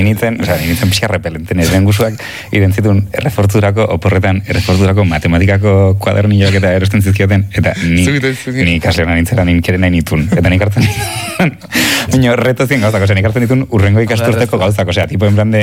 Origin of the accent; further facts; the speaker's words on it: Oiartzun, Basque Country, Spain; moved away; nere herria maite dut, Oiartzun naiz eta arro nago